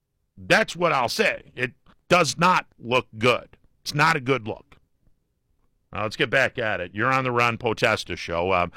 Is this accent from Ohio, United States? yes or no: yes; Mahoning Valley, Ohio, United States; I come from the Mahoning Valley